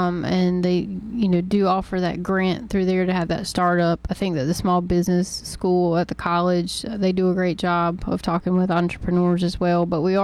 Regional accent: Lee County, North Carolina, United States; as a Lee County native and seven generations

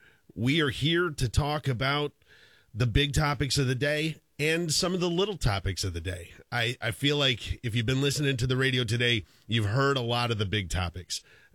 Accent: the South, United States; I'm from the South. I have no concept of the geography of the Great Lakes.

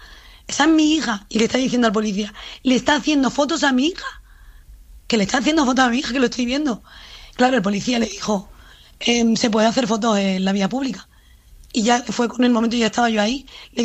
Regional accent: Spain; Como si yo soy española, a mí porque esta gente me está diciendo esto.

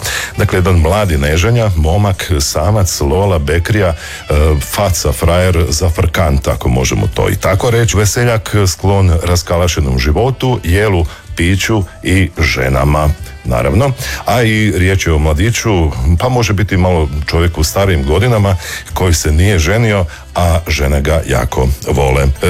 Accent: Osijek, Osijek-Baranja County, Croatia; došao sam iz Osijeka, urbani sam Slavonac, nisam šokac

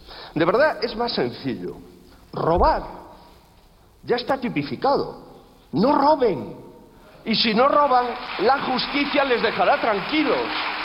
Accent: Spain

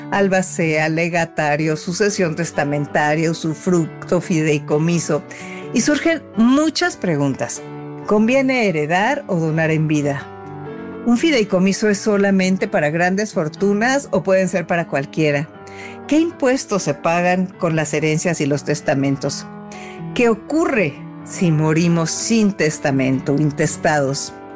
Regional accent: Mexico

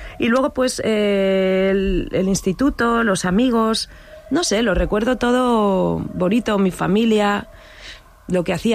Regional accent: Segovia, Castile and León, Spain; also born or lived in Valles Pasiegos; now in Cantabria, Spain; Nací en Segovia y pues una infancia, la verdad, que la recuerdo bonita. Es una ciudad pequeñita, entonces es como todo está cerca.

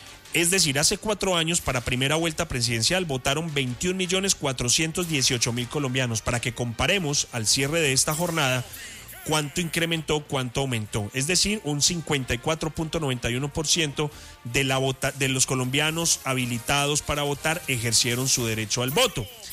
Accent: Colombia; nosotros, como buenos colombianos, dejamos todo para el final.

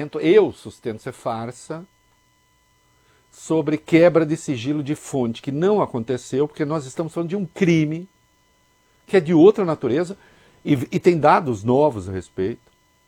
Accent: Rio de Janeiro, Brazil; Não, eu sou carioca, não posso votar.

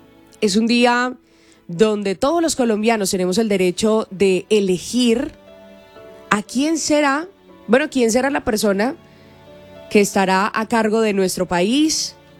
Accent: Colombia; somos hermanos, somos vecinos, somos familias, somos colombianos.

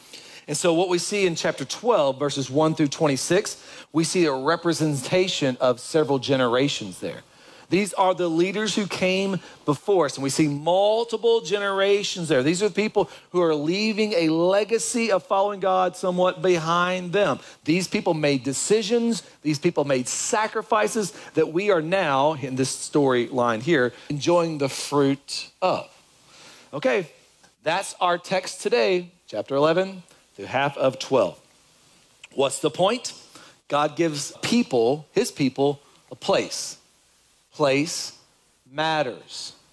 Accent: Kentucky, United States; I left Kentucky, I'll give of my hometown with my family, I'll give of all of that and come, I'll do all that.

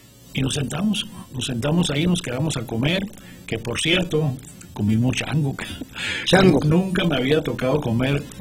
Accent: Ciudad Juárez, Chihuahua, Mexico; nosotros acá los juarenses

